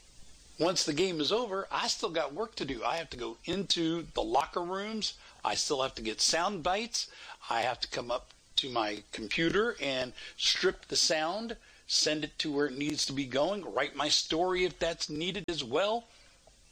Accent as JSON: {"language": "English", "region": "Texas", "country": "United States", "tie": "born or raised there", "said": "And I'm a native Texan, man. I was born and I was raised here. I'm as psycho Texan as you can get."}